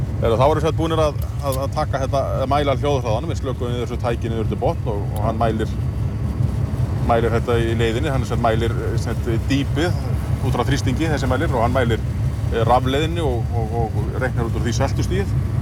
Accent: Grindavík, Southern Peninsula, Iceland; Ég kem úr Grindavík og býð þar

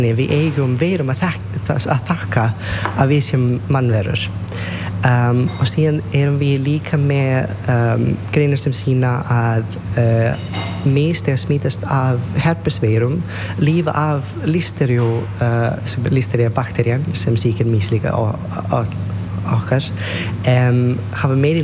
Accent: Serbia; Icelandic is a second language; moved away as an adult; now in Iceland; Ég ást upp í Serbíu og ég byrjaði þar í læknisfræði í 2013 eitthvað svo leis en svo bara ákveði ég að mér langar ekki að búa í Serbíu lengur, mér langar að flýta til Íslands

